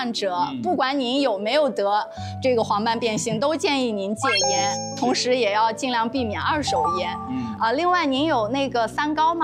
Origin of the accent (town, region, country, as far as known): China